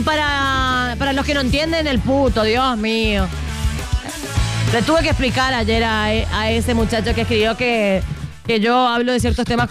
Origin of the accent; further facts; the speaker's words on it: Argentina; Yo soy argentina, le dije, pero tipo, no sé hablar guaraní, por eso se burlaba de eso.